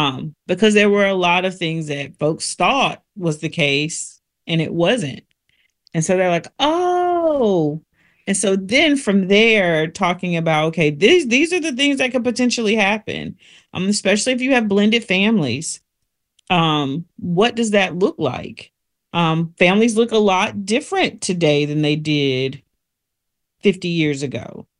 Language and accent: English; South Carolina, United States; North Carolina, unlike our state down south, I'm from South Carolina, doesn't recognize common law marriage.